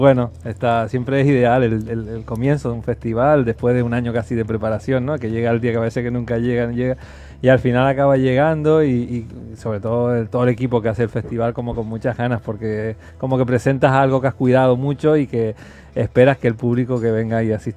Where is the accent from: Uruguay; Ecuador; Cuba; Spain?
Spain; Canary Islands; sobre todo en un territorio como el nuestro, como Canarias, donde hay una fragilidad muy, muy evidente entre la naturaleza y nosotros y nuestro modo de vida, ¿no?